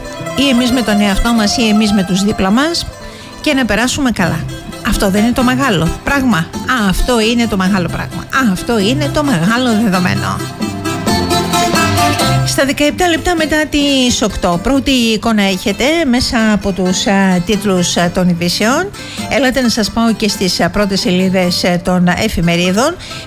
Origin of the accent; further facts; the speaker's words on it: Viannos, Crete, Greece; Μπορεί στη Βιάνο να παίρνει τις πέτρες, που είναι το χωριό μου